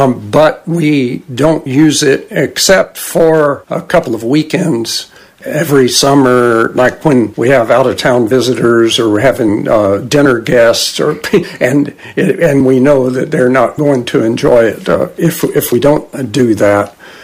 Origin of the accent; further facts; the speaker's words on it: Georgia, United States; I grew up in Georgia in the years before air conditioning mostly, and it was exactly as you describe it.